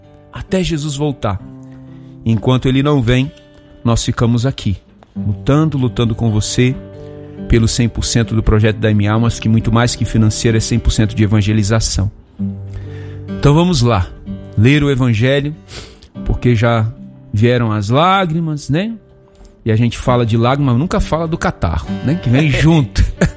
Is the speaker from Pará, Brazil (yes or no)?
yes; Pará, Brazil; moved away; É perto da minha, do meu Pará, né? Eu sou paraense de origem.